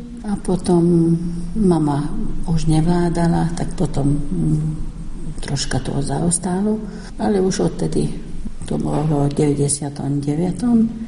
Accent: Tótkomlós, Békés, Hungary; no čak u nás na Komloši, je to Anka, Zuzka, Marka, Alžbeta

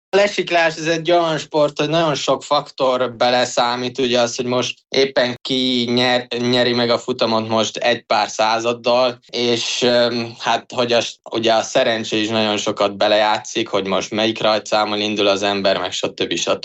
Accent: Hungary; also born or lived in Austria; magyarként

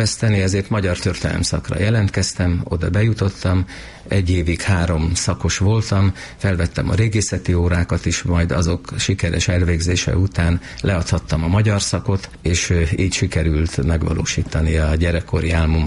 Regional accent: Külsővat, Veszprém County, Hungary; egy kis dunántúli faluban nőttem fel, Külsővatnak hívják, amely nagyon gazdag régészeti emlékekben

